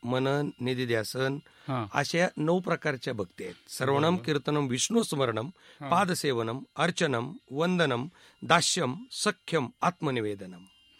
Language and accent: Marathi; Dahigaon, Maharashtra, India; आमच्या दहिगावमध्ये